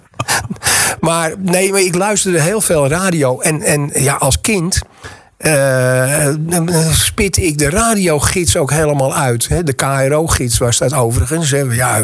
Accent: Amsterdam, North Holland, Netherlands; now in Zwijndrecht, Netherlands; Nee, ik ben een Amsterdammer. En dat kun je ook horen, ook, denk ik.

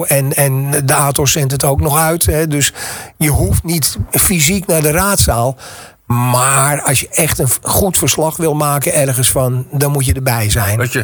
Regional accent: Amsterdam, North Holland, Netherlands; moved away; ja ik ben Amsterdammer, dat zei ik al.

